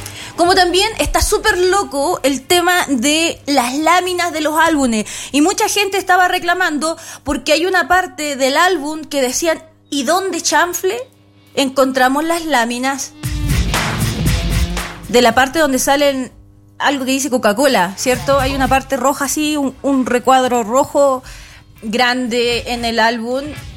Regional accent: Chile; Ay, que nosotros como chilenos chismosos.

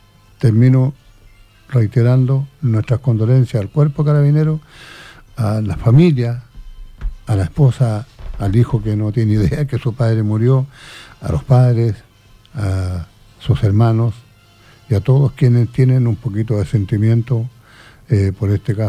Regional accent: Chile; lo digo como chileno.

